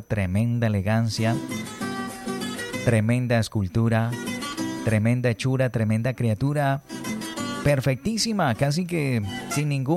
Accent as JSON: {"language": "Spanish", "region": "Norte de Santander", "country": "Colombia"}